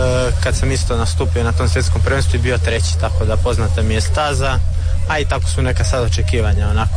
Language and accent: Croatian; Rijeka, Primorje-Gorski Kotar County, Croatia; kod nas u Rijeci, tamo to je sve ravno.